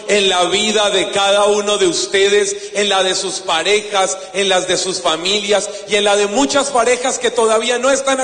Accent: Colombia; soy colombiano. ¿No se nota? Soy colombiano.

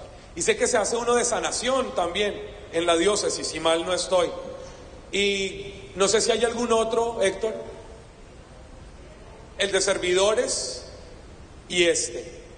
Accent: Colombia; soy colombiano, ¿no se nota? Soy colombiano.

